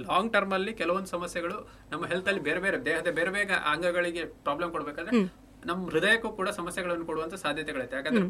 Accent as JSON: {"language": "Kannada", "area": "Dakshina Kannada district", "region": "Karnataka", "country": "India", "said": "ನಮ್ಮ ದಕ್ಷಿಣ ಕನ್ನಡ ಜಿಲ್ಲೆಯಲ್ಲಿ"}